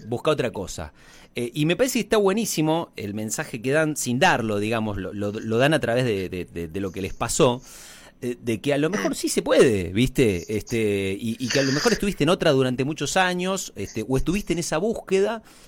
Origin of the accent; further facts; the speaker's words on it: Misiones, Argentina; now in Córdoba, Argentina; yo soy de Misiones, de la otra punta. Y vivo en Córdoba hace como 20 años.